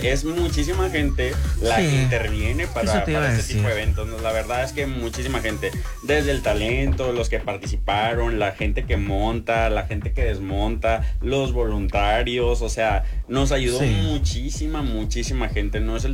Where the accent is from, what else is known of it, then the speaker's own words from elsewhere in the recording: Sonora, Mexico; now in Puerto Vallarta, Mexico; Yo soy de Sonora. Vengo acá en Puerto Vallarta casi 8 años